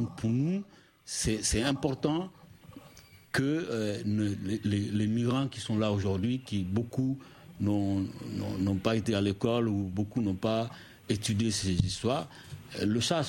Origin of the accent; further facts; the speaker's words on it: Mali; moved away as an adult; now in France; je fais le bac au Mali, j'ai raté.